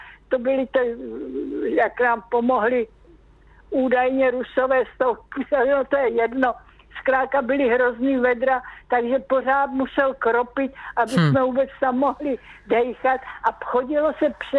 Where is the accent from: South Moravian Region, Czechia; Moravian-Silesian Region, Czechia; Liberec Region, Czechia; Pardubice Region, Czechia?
Pardubice Region, Czechia; Přelouč